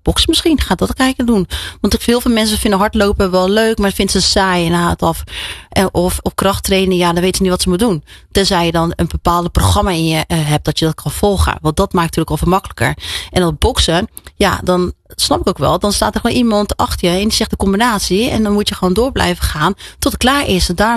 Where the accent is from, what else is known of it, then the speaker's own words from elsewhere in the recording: Rotterdam, South Holland, Netherlands; Ik zeg gewoon, ik ben gewoon een Rotterdammer.